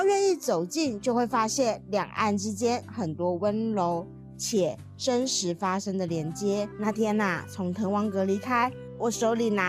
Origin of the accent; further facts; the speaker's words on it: Taiwan; now in Shenzhen, China; 我来自台湾，在深圳生活了第8年，这些年啊，在大陆工作和生活